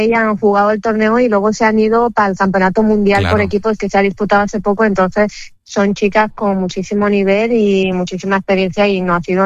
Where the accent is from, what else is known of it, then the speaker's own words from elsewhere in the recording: Romania; now in Linares, Spain; Sí, yo soy más andaluza que rumana ya, y mucha gente me dice eso.